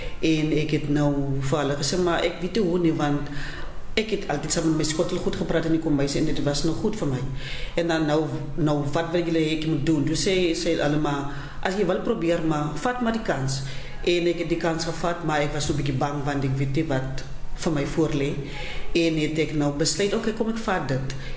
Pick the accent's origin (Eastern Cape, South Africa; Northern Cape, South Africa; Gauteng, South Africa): Eastern Cape, South Africa; first language Sotho; Afrikaans is a second language; ek het in Ooskaap groot geraak, daar was nie redig iemand wat sy met ons Afrikaans praat nie